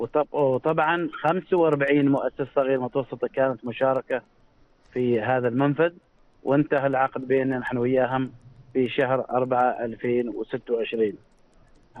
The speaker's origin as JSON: {"language": "Arabic", "country": "Oman", "said": "نحن كعمانيين"}